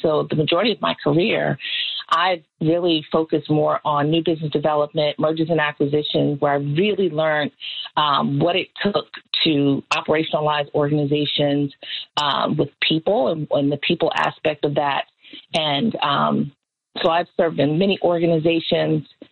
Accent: Nassau County, Long Island, New York, United States; now in Williamsburg, Virginia, United States; I am from Long Island, New York. And grew up in Nassau County, which I'm proud to say I'm from both Hempstead and Freeport, which is always a debate for my family, on Long Island. And I went to public schools there

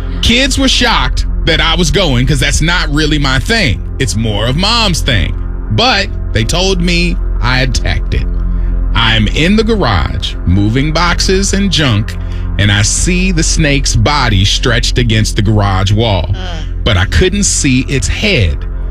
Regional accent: Pennsylvania, United States; I was born and raised outside of Philly, so we're not built the same.

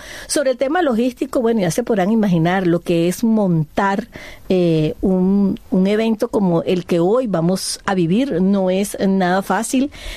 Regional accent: Barranquilla, Atlántico, Colombia; los barranquilleros nos damos el lujo de nacer en cualquier lugar del mundo, así que nada más es pisar Barranquilla

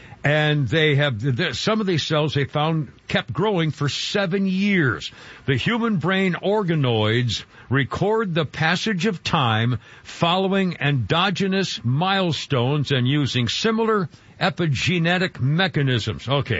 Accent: New England, United States; born there; moved away; I was born in New England

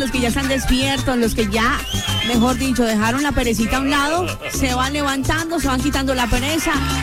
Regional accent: Colombia; como buenos colombianos a nuestra Selección Colombia.

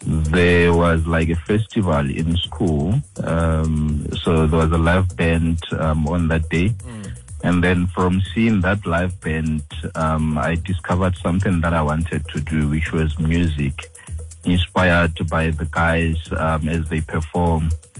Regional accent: Lephalale, Limpopo, South Africa; now in Pretoria, South Africa; I'm from Limpopo in Lephalale, but currently I'm based in Pretoria.

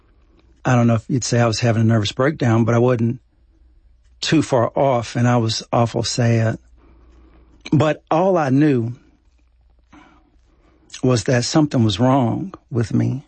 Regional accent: Dallas, Texas, United States; I went back to Texas. I went to Austin. I'm from Dallas.

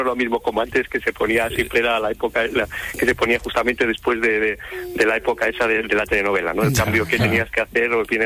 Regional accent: Castile and León, Spain; Estoy en Alcalá, es un culebrón ya en sí, pero yo soy de Torto de Llega, de Burgos, y te mando un saludo desde nuestra tierrilla.

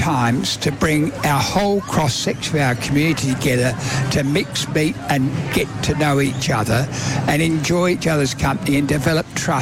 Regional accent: Australia; And my wife's French and English background. And so we're only Australian now. We've got nowhere else this time.

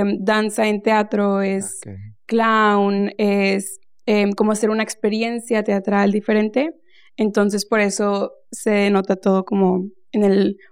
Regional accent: Monterrey, Nuevo León, Mexico; born or raised there; moved away as an adult; now in New York, United States

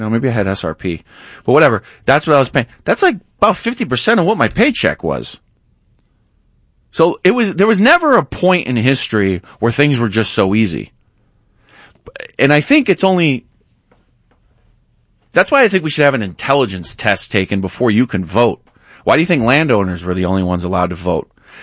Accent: New York, United States; You know, I grew up in New York.

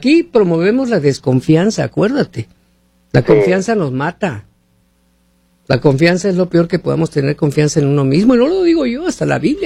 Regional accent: Mexico; soy mexicano, ¿eh?

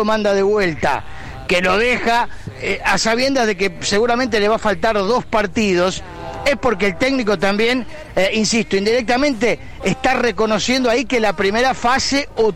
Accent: Ceres, Santa Fe, Argentina; born there; Nací en Ceres

